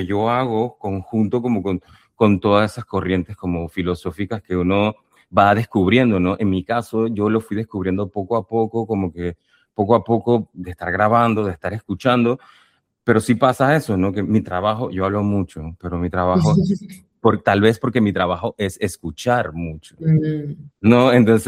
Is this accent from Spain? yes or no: no; Panama; A mí me preguntan a veces si yo soy bilingüe, porque aquí en Panamá hablamos español e inglés